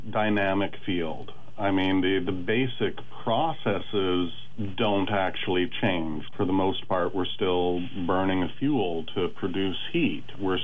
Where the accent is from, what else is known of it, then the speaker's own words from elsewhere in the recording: Meadow Lakes, Alaska, United States; Well, I actually grew up in the Meadow Lakes area, so I'm a graduate of Wasilla High.